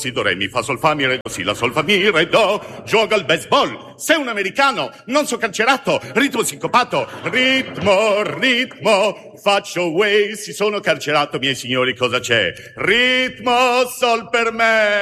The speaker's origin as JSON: {"language": "Italian", "town": "Rome", "region": "Lazio", "country": "Italy", "said": "Io sono romano"}